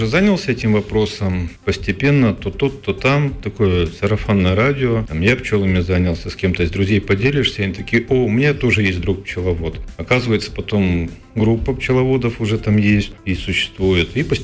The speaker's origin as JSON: {"language": "Russian", "region": "Stavropol Krai", "country": "Russia", "tie": "born there", "moved": "yes", "lives_now": "Khanty-Mansiysk, Russia", "said": "И когда я родился здесь, в Ханты-Мансийске, потом с родителями уехали на юг, и там я, соответственно, все это пчеловодство видел своими глазами, кушал мед, получал укусы от пчел, и все это я видел, будучи маленьким."}